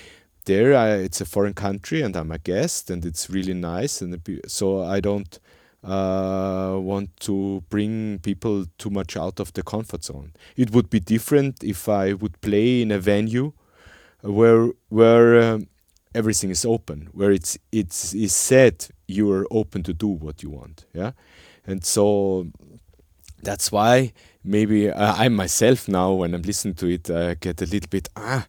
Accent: Austria; English is a second language; if it's my home country

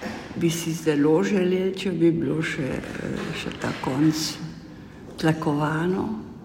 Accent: Ljubljana, Central Slovenia, Slovenia; now in Grosuplje, Slovenia; Doma sem, prišla sem iz Ljubljane, lansko leto v Grosuplje.

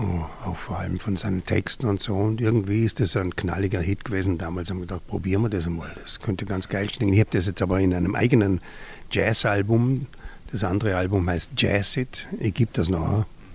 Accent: Vorarlberg, Austria; moved away as an adult; now in Vienna, Austria; Aber ich habe nie die Vorarlberger Hütte aufgegeben. Weil ich bin ein Pendler und ich pendle jetzt noch. Ich wohne auch in Wien und in Vorarlberg. Und es ist, diese Wurzel ist mir immer sehr wichtig gewesen

